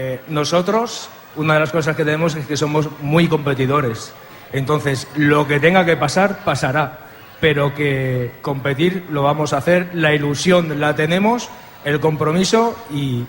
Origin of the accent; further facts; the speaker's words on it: Catalonia, Spain; yo soy de la COPE de toda la vida. Yo también. Bien, entonces sabrás que el barrio de Cooperativa ha sido un barrio siempre muy reivindicativo.